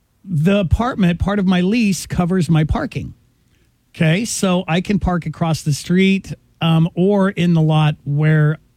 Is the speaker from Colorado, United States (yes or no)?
yes; Denver, Colorado, United States; now in Dover, New Hampshire, United States; I grew up in Denver, right?